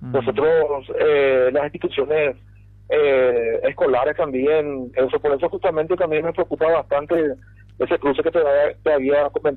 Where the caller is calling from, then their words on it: Presidente Franco, Alto Paraná, Paraguay; Ciudad del Este, Franco. Yo vivo en Franco, la empresa en Ciudad del Este